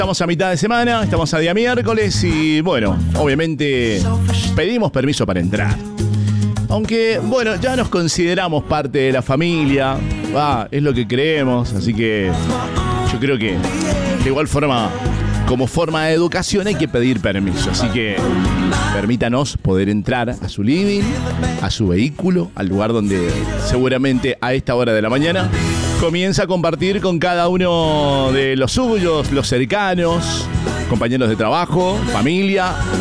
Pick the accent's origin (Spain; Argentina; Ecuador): Argentina; somos argentinos, ¿qué te pasa? Esta es la evidencia, somos pasionales. Está bien, es cierto, hemos nacido acá